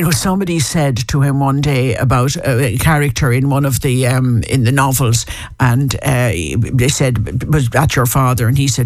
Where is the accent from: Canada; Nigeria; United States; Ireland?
Ireland; Foxford, Connacht; born there; I was born in Foxford in Mayo.